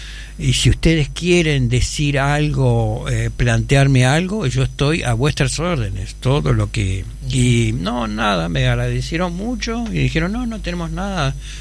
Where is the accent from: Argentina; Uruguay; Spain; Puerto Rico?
Uruguay; born there; yo soy uruguayo y además viajaba con la cédula, sí, uruguaya.